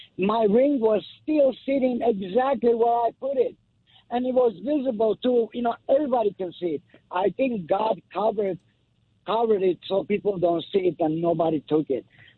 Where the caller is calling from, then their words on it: Los Angeles, California, United States; Los Angeles.